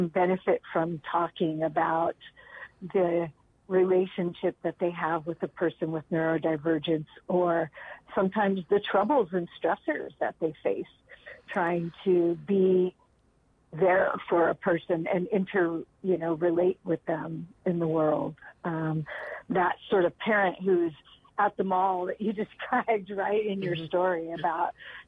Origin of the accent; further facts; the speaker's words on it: California, United States; I think that's where my limitation comes is that I'm a Californian and I know what's available here